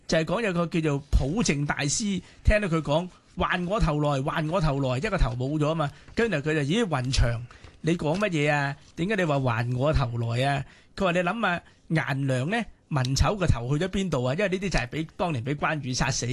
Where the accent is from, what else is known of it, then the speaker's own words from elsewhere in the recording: China; 咁呢個就係我哋中國人係唔中意悲劇嘅